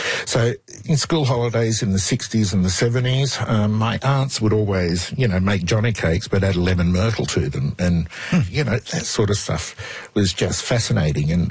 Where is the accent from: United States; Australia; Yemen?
Australia; Wollongong, New South Wales; I'm a Bundjalung man, which is the northern rivers of New South Wales, but I grew up in Wollongong on Tharawal country, and that's me.